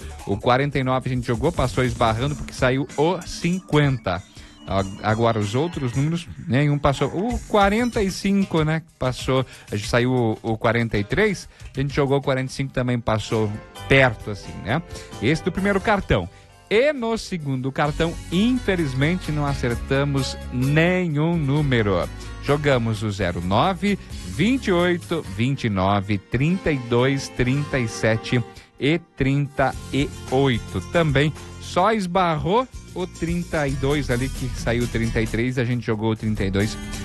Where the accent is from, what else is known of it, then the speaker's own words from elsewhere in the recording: Brazil; somos brasileiros